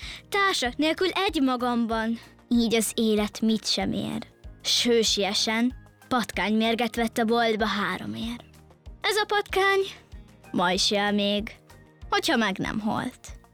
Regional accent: Karcag, Jász-Nagykun-Szolnok, Hungary; Sziasztok … 12 éves és Karszagról jöttem.

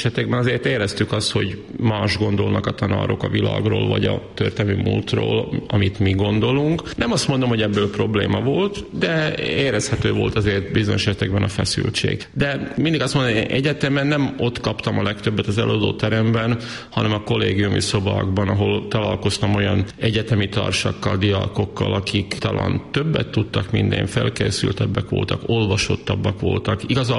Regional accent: Bátka, Banská Bystrica Region, Slovakia; egy kisiskolában, a szülőfalumban, Bátkában kezdtem az iskoláimat, már a Rimaszombati gimnáziumban folytattam.

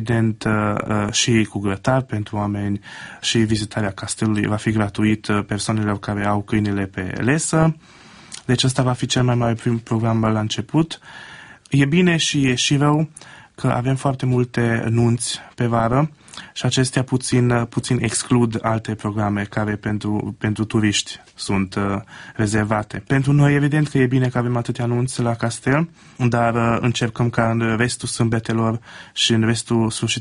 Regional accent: Baia Mare, Maramureș County, Romania; born there; Eu sunt născut din Baia Mare și el m-a rugat ca să călăuzesc eu grupa în Marea Mureș.

